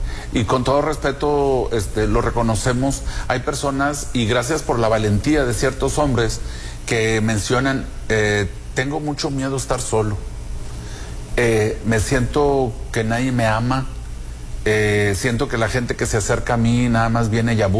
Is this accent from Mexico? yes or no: yes; Zaragoza, Coahuila, Mexico; born there; now in Piedras Negras, Mexico; yo vengo también de Zaragoza, mi familia viene de Zaragoza, de campo, de rancho, de animales, del monte.